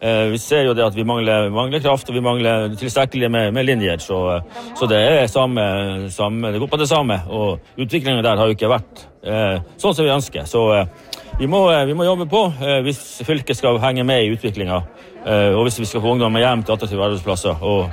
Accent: Finnmark, Norway; Vi blir færre og færre I Finnmark. Vi snart på rødliste, og vi også som finnmarkinger.

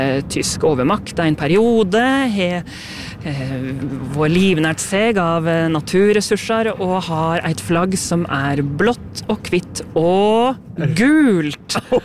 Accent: Kviteseid, Vestfold and Telemark, Norway; det fulle navnet på den, for jeg er fra Kvitsøy i Vest-Telemark.

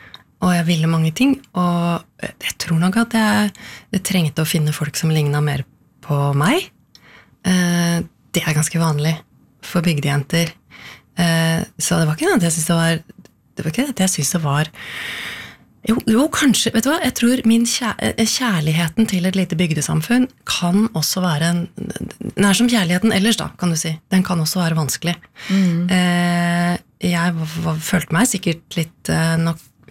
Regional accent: Koppang, Innlandet, Norway; Ja, jeg har vokst opp på Koppang i Stor-Elvdal kommune. Og det ligger midt mellom, hva skal jeg si da? Midt mellom Elverum og Tynset, i Midt-Østerdalen.

